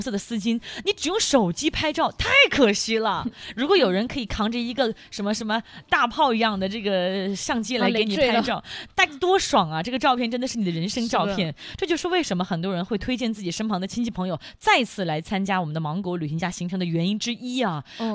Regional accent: Hunan, China; 我们湖南人

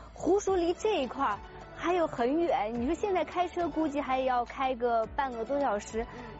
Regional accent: Nanjing, Jiangsu, China; 咱们南京人真的是太爱吃了。

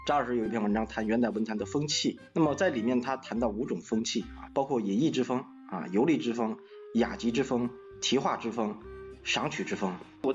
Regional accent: Henan, China; moved away as an adult; also born or lived in Beijing / Fuzhou; 我是河南人，到硕士阶段呢是在北京读书，硕士毕业以后呢又到福建。福州，当时在福州大学工作，那么工作几年之后呢，又到北京读书

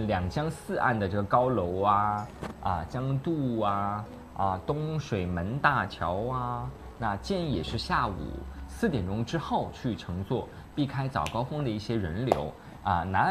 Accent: Sichuan, China; moved away; 我们四川话啊，叫黄果兰，

